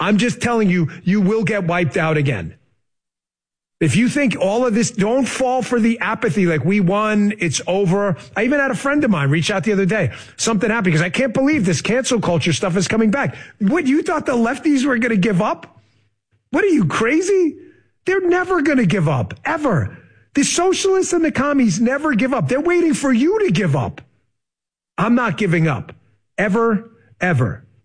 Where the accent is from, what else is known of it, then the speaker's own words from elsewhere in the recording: New York, United States; I grew up in New York.